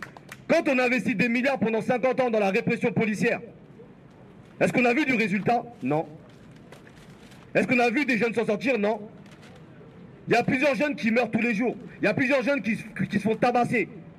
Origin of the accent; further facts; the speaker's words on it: France; nous en tant que citoyens français, nous on est des Français, moi je ne vais pas renier ce côté-là, j'ai une double culture. Et j'en suis fier d'avoir cette double culture.